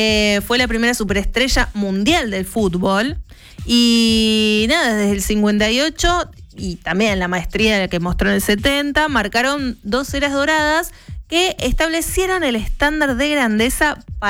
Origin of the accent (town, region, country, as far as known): Argentina